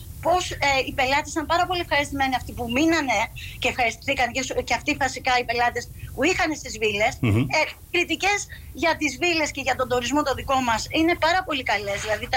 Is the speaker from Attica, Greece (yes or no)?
no; Zakynthos, Ionian Islands, Greece; επειδή είμαστε όλοι από τη Ζακύνθου, αναφερθήκαμε και στα προβλήματα του τόπου και της Ζακύνθου